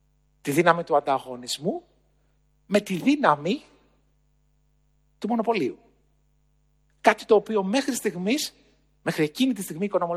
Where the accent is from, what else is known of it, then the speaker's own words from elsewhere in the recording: Agrinio, Western Greece, Greece; Στο χωριό μου λοιπόν, στο Αγρίνιο, εκεί που μεγάλωσα, στον Αβαρίκο το Λακαρνανίας, ένα μικρό χωριό που είναι κοντά στο Θέρμο